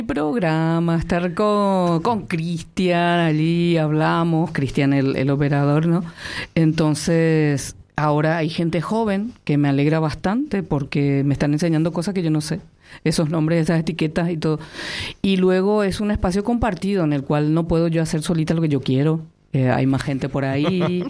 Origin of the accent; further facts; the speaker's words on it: Paraguay; now in Canary Islands, Spain; pero yo soy paraguaya.